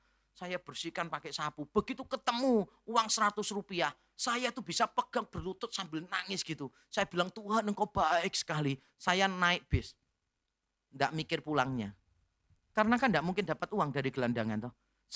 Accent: Semarang, Central Java, Indonesia; Kota saya Semarang soalnya.

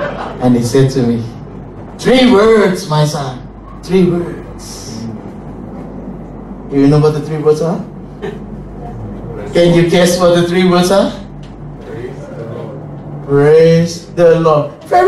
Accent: Sydney, New South Wales, Australia; I was originally from Sydney. I did my studies, theological studies in Sydney.

